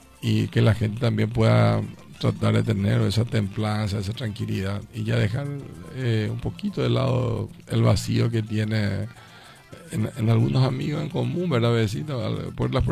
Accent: Caazapá, Paraguay; born there; Yo me debo a Casapá, y a mi Casapá, a nadie, a mi partido, y en especial mi patria chica.

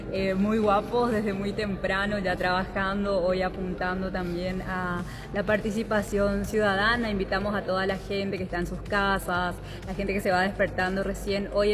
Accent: Paraguay

